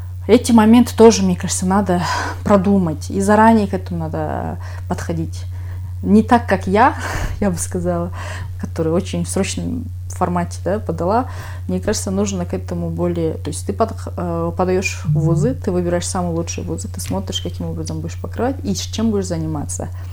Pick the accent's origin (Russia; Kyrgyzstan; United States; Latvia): Kyrgyzstan; я первая кыргызка, которая этот университет закончила вообще.